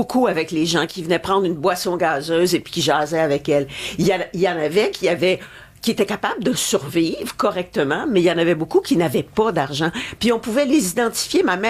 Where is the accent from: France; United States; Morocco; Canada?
Canada; Montreal, Quebec; Moi, je suis de Montréal, montréalaise, pur jus.